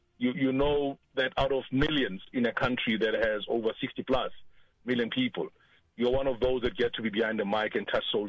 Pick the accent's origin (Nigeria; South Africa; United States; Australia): South Africa; Mayfair, Gauteng; also born or lived in Central Western Java (likely garbled ASR); I was born in Central Western Java, but I grew up in Mayfair.